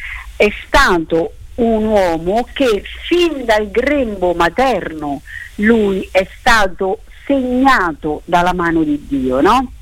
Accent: Tolentino, Marche, Italy; noi siamo di Tolentino

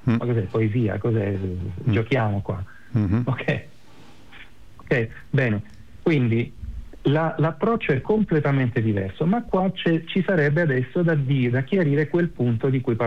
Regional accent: Calabria, Italy; nella mia terra in Calabria a Scilla

